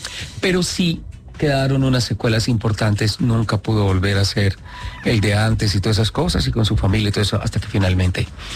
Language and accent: Spanish; Colombia; Yo soy colombiano.